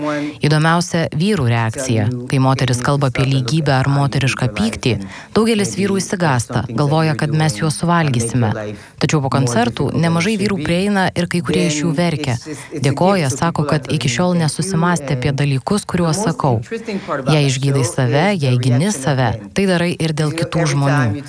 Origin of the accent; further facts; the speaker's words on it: Comoros; Buvau aukščiausia mergina savo aplinkoje. Aš iš Komorų salų, žmonės ten neaukšti. O aš beveik 1,80 m.